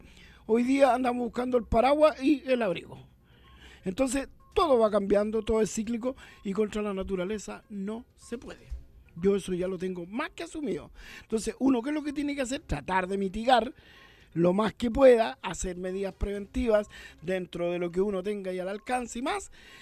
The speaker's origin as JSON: {"language": "Spanish", "country": "Chile"}